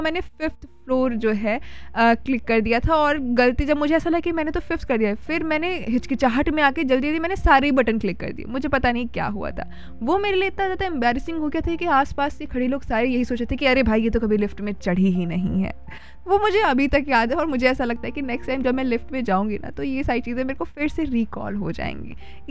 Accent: Uttar Pradesh, India; अब देखिए अगर हम उत्तर प्रदेश से हैं

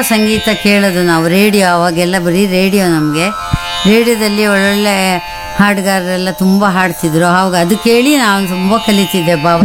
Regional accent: Kundapura, Karnataka, India; also born or lived in Tumakuru / Davanagere / Shivamogga; ಆಮೇಲೆ ನಮಗೆ ಹೀಗೆ ಟ್ರಾನ್ಸ್ಫರ್ ಆಗ್ತಾ ಇತ್ತು ಬೇರೆ ಬೇರೆ, ದಾವಣಗೆರೆ ಶಿವಮೊಗ್ಗ, ಕೊನೆಗೆ ನಾವು ಕುಂದಾಪುರಕ್ಕೆ ಬಂದ್ವಿ ನಮ್ಮ ಊರಿಗೆ.

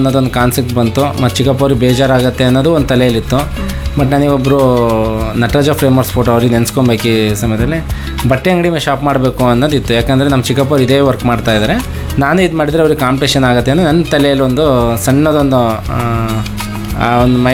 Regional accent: Beeranakere, Karnataka, India; born there; also born or lived in Harihara / Shivamogga; ನಾನು ಬೀರಂಕೆರೆ ಊರು ನಾನು ಹುಟ್ಟಿದ್ದು ಬೀರಂಕೆರೆಯಲ್ಲಿ

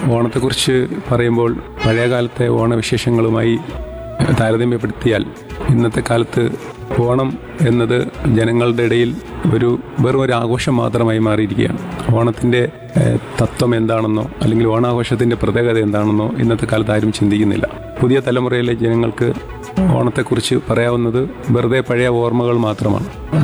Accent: Thiruvananthapuram, Kerala, India; ഞാൻ തിരുവനന്തപുരം സ്വദേശി തന്നെയാണ്.

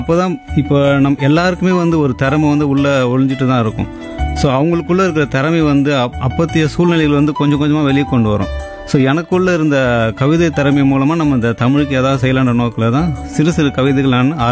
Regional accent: Chennai, Tamil Nadu, India; first language Tamil; also born or lived in Thanjavur; என்னுடைய சொந்த ஊர் அப்படின்னு பார்த்தீங்கன்னா தரணி போற்றும் தஞ்சாவூர். நான் பிறந்தது எல்லாமே சென்னையில் தான், படித்ததும் சென்னையில் தான்.

